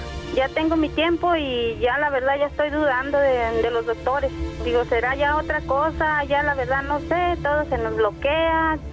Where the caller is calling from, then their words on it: Cuquío, Jalisco, Mexico; De acá, de este lado de Cuquío.